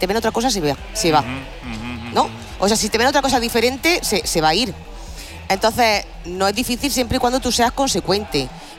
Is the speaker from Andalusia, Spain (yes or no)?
yes; Guadix, Andalusia, Spain; Jolín, pero que si estamos en Granada, yo te voy a decir que te vayas a Guadí, que es mi pueblo.